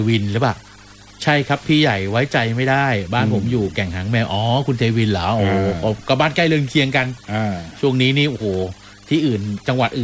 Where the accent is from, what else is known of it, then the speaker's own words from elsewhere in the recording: Bangkok, Thailand; เพื่อนอยู่ใต้เยอะไงแทบจะเป็นคนเดียวเลยมั้งที่เป็นคนกรุงเทพอ่ะเออนอกนั้นนี่โอ้โหเพื่อนเป็นคนใต้หมดเลย